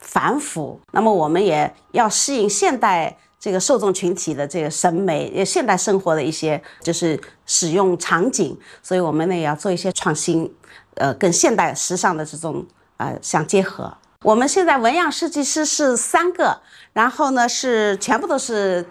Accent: China; 我们中国人

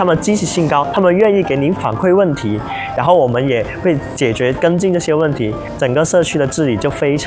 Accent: Guangdong, China; 我们广东人

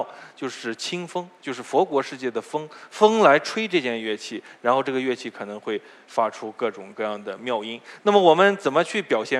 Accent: China

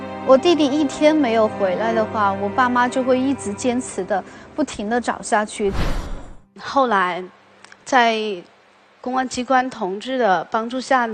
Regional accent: Guiyang, Guizhou, China; 我来自贵州贵阳。

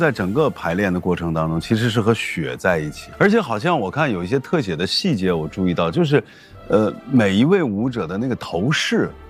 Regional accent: northern China, China; 像我们北方人就看着特别亲切

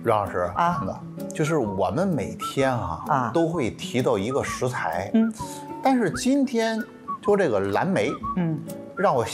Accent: Xuzhou, Jiangsu, China; 我们徐州那边的食物

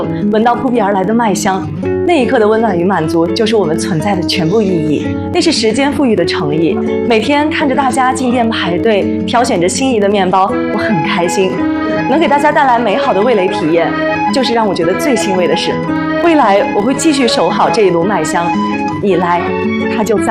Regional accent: Urumqi, Xinjiang, China; 我的家乡乌鲁木齐

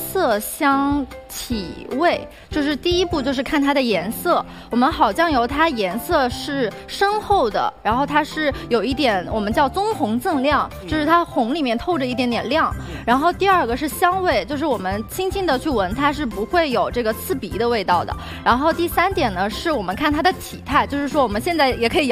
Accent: Luzhou, Sichuan, China; 像我家乡还有国家非遗的这个油纸伞

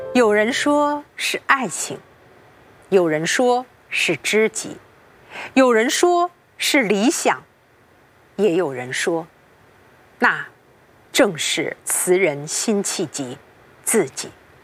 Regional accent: China; 我们中国人

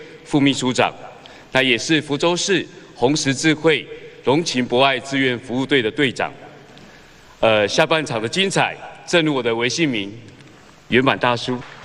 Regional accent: Hsinchu, Taiwan; moved away as an adult; now in Fuzhou, China; 我来自台湾新竹，

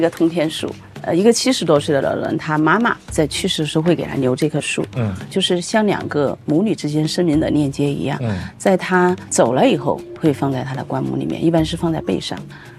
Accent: Guizhou, China; moved away; 我们这个村叫翁贡，它苗语是金色的泉水的意思。然后我是从小在这个村子长大，然后回到这个村。

